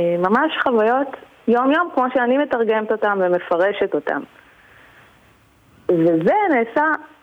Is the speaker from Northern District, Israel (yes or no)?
yes; Ashdot Ya'akov, Northern District, Israel; אני באה מעמק הירדן, מאשדות יעקב.